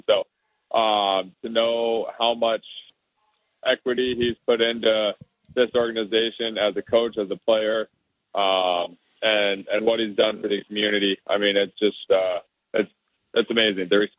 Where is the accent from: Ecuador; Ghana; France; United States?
United States; Colorado; growing up in Colorado.